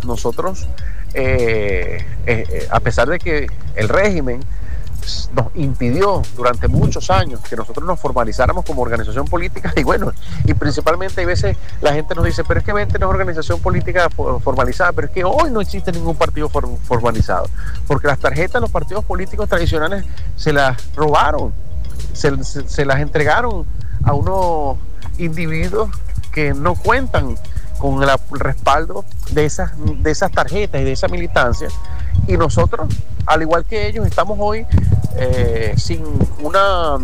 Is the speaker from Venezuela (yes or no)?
yes; Maturín, Monagas, Venezuela; aquí, en su tierra, en mi ciudad natal.